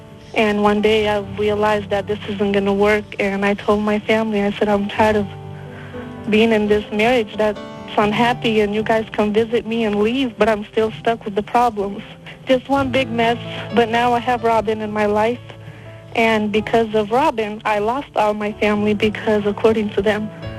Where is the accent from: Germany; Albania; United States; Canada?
Albania; English is a second language; moved away; I'm from Albania.